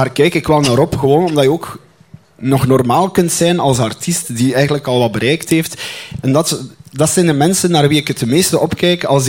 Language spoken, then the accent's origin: Dutch; Ardooie, Flanders, Belgium; Lauraline, dat is mijn achtergebuur geweest. We zijn allebei van Ardooien.